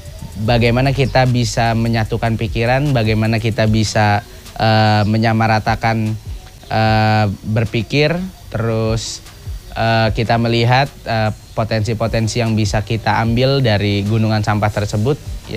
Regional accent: Bekasi, West Java, Indonesia; born there; kita sudah terlanjur lahir di Bantar Gebang

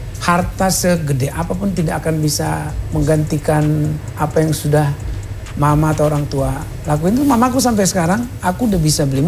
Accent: Sumatra, Indonesia; karena aku memang gede di Sumatera itu, memang rohnya, roh Bataknya kuat banget.

